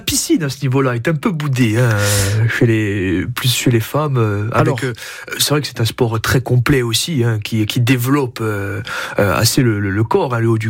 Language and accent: French; Corsica, France; Chez nous, en Corse